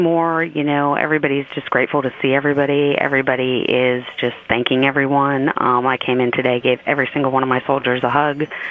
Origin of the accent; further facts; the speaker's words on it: Washington, District of Columbia, United States; I'm actually born and raised Washington, D.C.